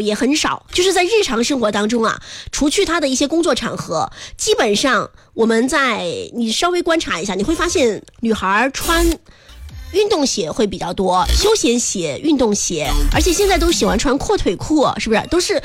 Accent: Sichuan, China; 在我们四川话叫皮鞋

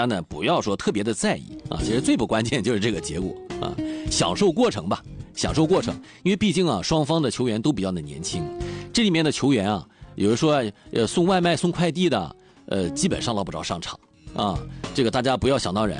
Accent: Liaoning, China

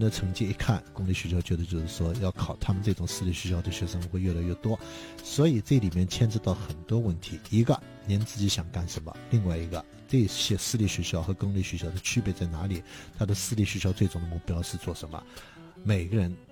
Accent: China

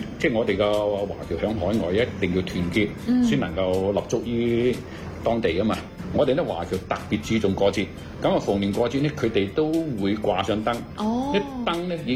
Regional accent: Guangdong, China; 我哋廣東四邑嘅文化

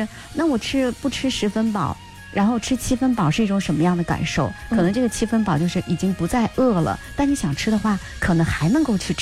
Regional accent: Shanxi, China; 我们山西人特别的热情好客

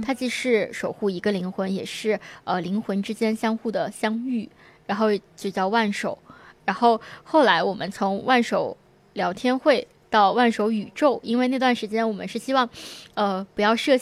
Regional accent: Xinjiang, China; 然后像从小我们就对外界可能就是新疆它稍微的远一点，就对我们所称的内地充满了各种向往和想象。

